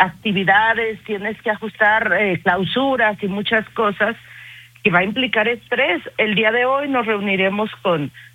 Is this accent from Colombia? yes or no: no; Aguascalientes, Mexico; en Aguascalientes, la verdad yo se los he dicho, somos la Suiza de México, trabajamos diferente.